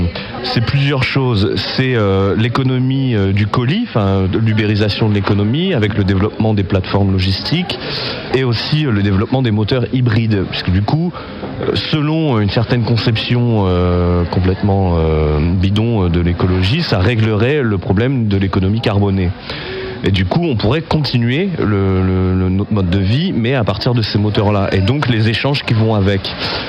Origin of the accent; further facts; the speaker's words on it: Normandy, France; now in Rouen, France; Moi, je viens de Normandie et puis je vis depuis plus d'une dizaine d'années sur Rouen